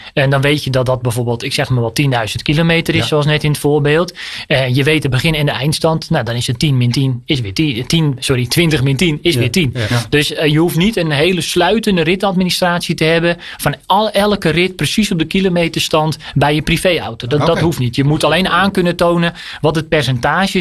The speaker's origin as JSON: {"language": "Dutch", "region": "North Holland", "country": "Netherlands", "said": "Maar er zijn zat bouwvakkers in West-Friesland, waar ik vandaan kom."}